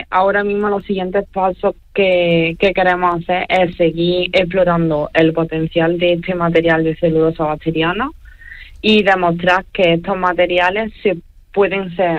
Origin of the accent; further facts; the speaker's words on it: Bailén, Andalusia, Spain; Yo soy de Bailén, de un pueblo de Jaén.